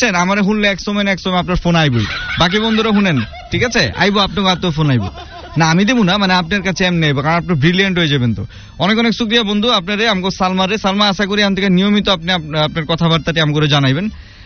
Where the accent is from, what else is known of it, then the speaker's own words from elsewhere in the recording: Dhaka, Dhaka Division, Bangladesh; accent: Old Dhaka dialect; আমি ভাই এই পুরান ঢাকার বাসায় এই যে কথা কইতেছি